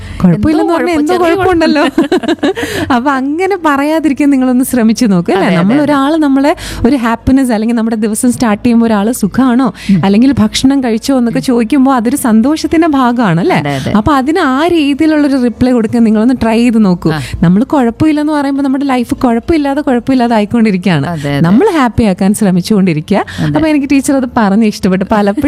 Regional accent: Kollam, Kerala, India; നമ്മൾ കൊല്ലം സ്വദേശിയാണെന്ന് ഞാൻ വളരെ അഭിമാനത്തോടുകൂടി പറയുന്ന ഒരാളാണ്.

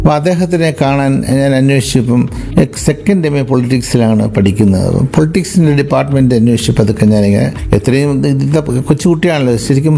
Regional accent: Kollam, Kerala, India; ശരി, ഞാൻ ജനിച്ചതും വളർന്നതും തുണക്കം എന്ന് പറയുന്നത് കൊല്ലം നഗരത്തിലെ ജോനകപ്പുറം എന്ന് പറയുന്ന ഒരു തീരപ്രദേശത്താണ്.

